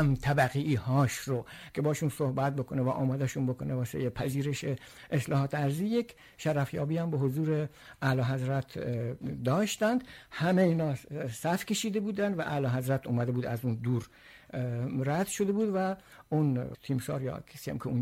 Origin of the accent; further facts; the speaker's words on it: Dezful, Khuzestan, Iran; این وسط گیر افتاده بودیم که هم یه طرف دارای یه مادر عجم هستیم، ولی خب از طرف دیگه پدر ما لوره، خودمون هم توی دسفول چی شدیم، بزرگ شدیم. بنابراین ما این وسط با این دو تا سه تا فرهنگ همینجوری یه جورایی با هم دیگه سر میکرد.